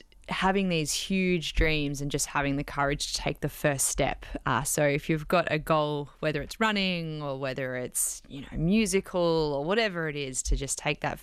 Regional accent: Australia; I mean, this is my hometown event. This is my favourite event on the Australian running calendar.

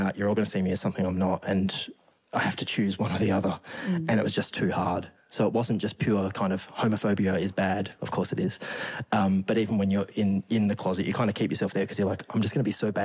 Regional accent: Geraldton, Western Australia, Australia; It's funny because of what I write now, people kind of know a little bit of that I grew up gay in Geraldton and all of that.

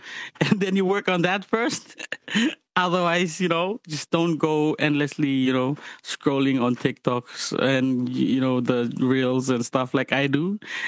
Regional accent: Fiji; born there; moved away; I grew up in Fiji.

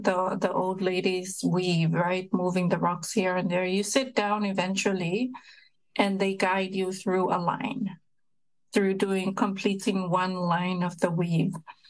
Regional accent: Samoa; Samoans that we just do it. So it was never a question in my mind that even though my children are growing up outside of Samoa, they have their fine mats

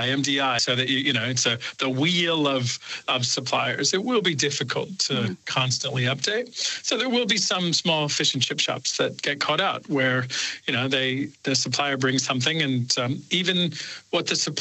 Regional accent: Australia; also born or lived in United States; Look, ultimately, I'm Australian and American, and I love to buy Australian and certainly love to support local businesses.

